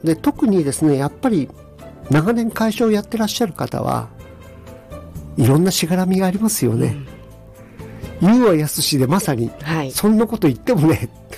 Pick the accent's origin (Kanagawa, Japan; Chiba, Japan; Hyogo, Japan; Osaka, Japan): Hyogo, Japan; Kobe; born there; also born or lived in Tokyo; 僕生まれはですね、兵庫県の神戸市なんですよ。